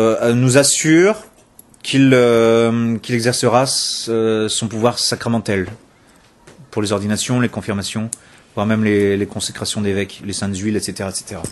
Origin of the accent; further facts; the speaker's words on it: France; Oh, je suis français.